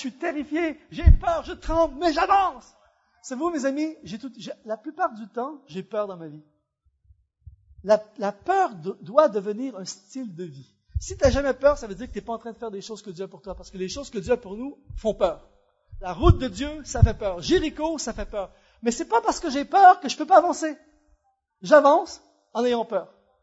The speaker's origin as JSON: {"language": "French", "country": "Canada", "lives_now": "France", "said": "je ne sais pas comment ça se passe ici en France, mais souvent, chez nous au Canada, quand les gens disent « Ah, dans mon temps »"}